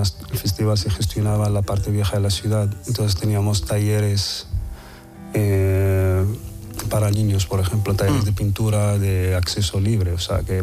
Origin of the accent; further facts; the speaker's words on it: Asilah, Tanger-Tetouan-Al Hoceima, Morocco; Asila es casas blancas, océano enorme, al Atlántico. Callejuelas pequeñas y mucha lu